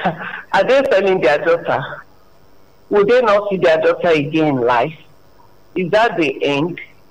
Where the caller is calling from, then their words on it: Nigeria; I'm calling from Agbeleka.